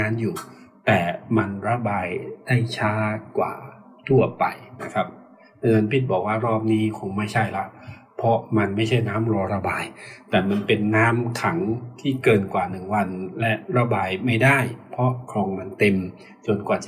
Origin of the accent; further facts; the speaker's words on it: Chiang Rai, Thailand; moved away; ส่วนตัวผมเองนะครับบ้านเกิดอยู่ที่เชียงราย